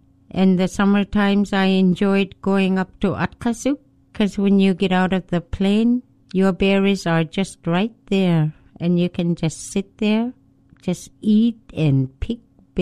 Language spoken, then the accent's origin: English; Barrow, Alaska, United States; I'm originally from Barrow, Alaska.